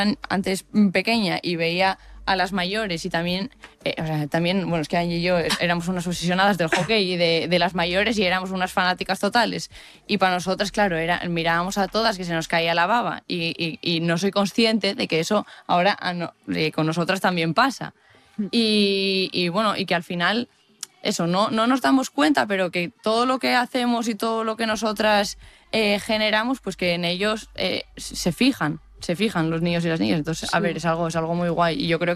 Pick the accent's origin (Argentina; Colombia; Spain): Spain; Asturias; 3 catalanas y el resto somos de Asturias, todo